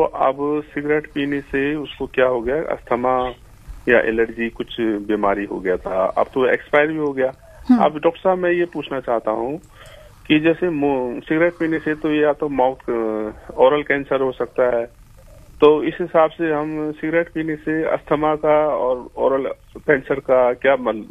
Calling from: Uttarakhand, India; उत्तराखंड से बोल रहा

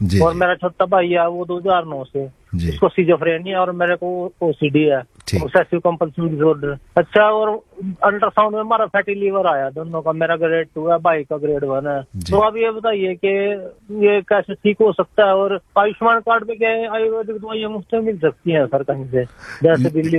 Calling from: Kukhnia, Haryana, India; हरियाणा से बोल रहा हूँ मैं। मेरा गांव कुखनिया, डिस्ट्रिक्ट करनाल है जी।

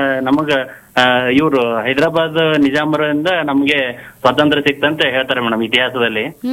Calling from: Kalaburagi district, Karnataka, India

